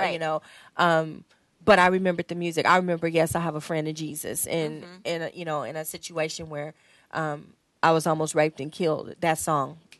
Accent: Berkeley, California, United States; born there; Well, I was born in Berkeley.

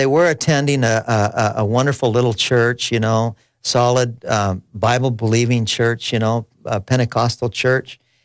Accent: Seattle, Washington, United States; You know, we're originally from Seattle, Washington, and I was born in Seattle, and my parents, you know, were just a regular American family up there in the Pacific Northwest.

